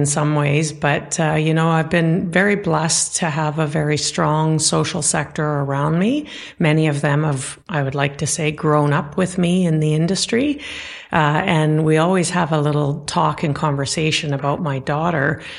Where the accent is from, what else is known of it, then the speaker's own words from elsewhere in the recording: British Columbia, Canada; now in Mission, Canada; I'm from the Killer Whale Clan, and the Blackfish is the crest for the Killer Whale. I come from the Gitnahangik tribe, or people of the Hemlock in northern British Columbia, and I am Simsian.